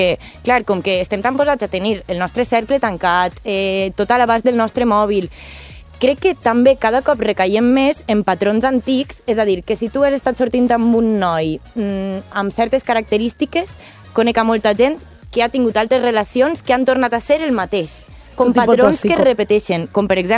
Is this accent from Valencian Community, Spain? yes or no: yes; Valencia, Valencian Community, Spain; Jo que soc de València